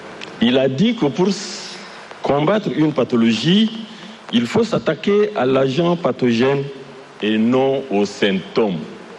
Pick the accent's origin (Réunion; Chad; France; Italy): Chad; ici chez nous au Tchad.